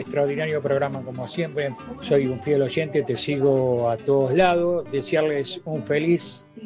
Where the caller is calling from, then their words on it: Buenos Aires, Argentina; Mi último tres números de documento es 655. Vivo en el barrio de Villa Urquiza, en la ciudad autónoma de Buenos Aires.